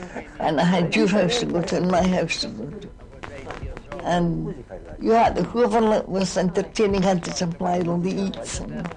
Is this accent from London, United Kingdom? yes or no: no; Scotland, United Kingdom; I come from Scotland, as you know, but my aunt.